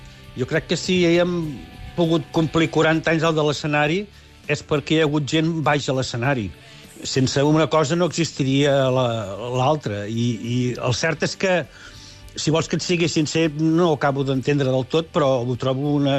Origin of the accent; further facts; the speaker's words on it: Constantí, Catalonia, Spain; i al final vam dir, bueno, ja està bé, ja ho sap la gent que som de Constantí.